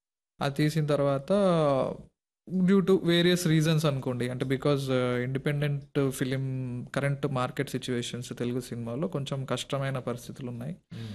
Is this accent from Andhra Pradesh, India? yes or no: no; Bollepalli, Telangana, India; also born or lived in Nagarjuna Sagar; మాది సొంత ఊరు భువనగిరి దగ్గర బొల్లేపల్లి, రావినారాయణ రెడ్డి గారి గ్రామము.